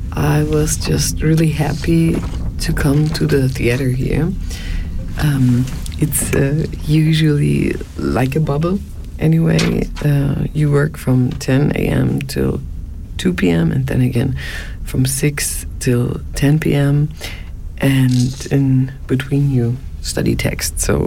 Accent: Berlin, Germany; now in Solothurn, Switzerland; It was funny because always when I said I'm from Berlin, the people were like, "What, from Berlin to Solothurn? Are you crazy? Everyone is going to Berlin from Solothurn."

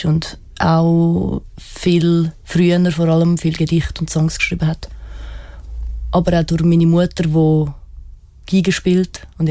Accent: Bandung, West Java, Indonesia; in Bandung, Indonesien, wo ich aufgewachsen bin, hat es so Fester gehabt, so Dorffester.

